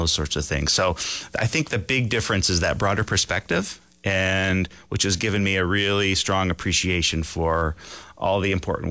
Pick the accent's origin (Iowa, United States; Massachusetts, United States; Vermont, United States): Vermont, United States; I grew up in Vermont, so a tiny little pocket of the country that's landlocked, and I was fortunate enough to grow up on a small amount of acreage in rural Vermont that had a mountain stream and a pond